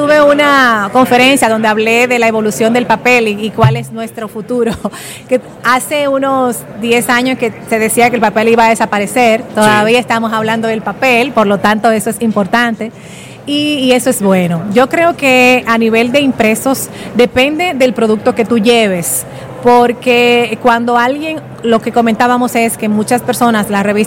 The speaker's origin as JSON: {"language": "Spanish", "country": "Dominican Republic"}